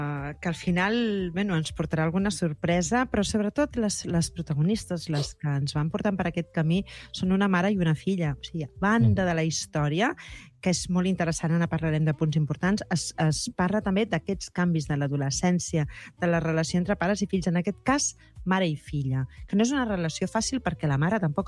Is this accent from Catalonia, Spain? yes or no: yes; El Vendrell, Catalonia, Spain; accent: Tarragona speech; Jo jugo a casa, Sant Vicenç de Calders, la forma de parlar, moltes expressions i frases fetes